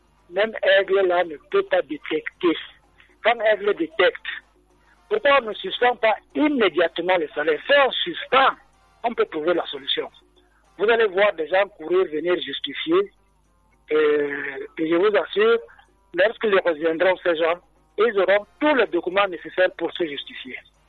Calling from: Yaoundé, Centre, Cameroon; Oh, je suis à Essos.

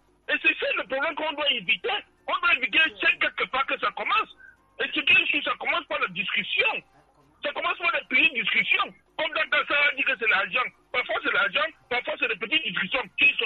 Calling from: Yaoundé, Centre, Cameroon; Moi, je suis à Nkomkana.

